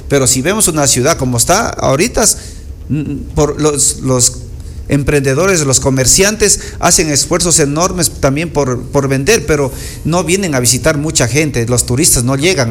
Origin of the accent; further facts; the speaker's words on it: Zamora, Zamora-Chinchipe, Ecuador; soy zamorano, quiero a mi cantón, quiero que Zamora avance hacia el desarrollo